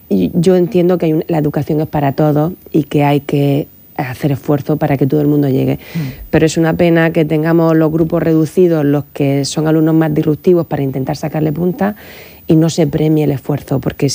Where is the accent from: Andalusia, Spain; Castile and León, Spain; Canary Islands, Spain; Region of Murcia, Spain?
Region of Murcia, Spain; Cartagena; Y dos que somos de Cartagena.